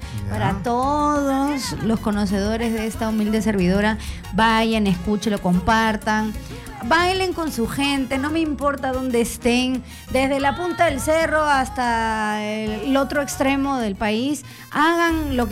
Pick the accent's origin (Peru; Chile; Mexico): Peru; Tengo mi pedigrí, el apellido nomás, amigo, porque soy más peruana que la papa y un gallo.